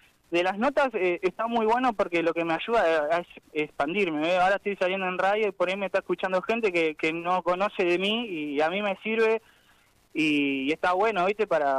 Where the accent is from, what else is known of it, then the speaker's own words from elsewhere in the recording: González Catán, Buenos Aires Province, Argentina; Sí, soy de La Matanza.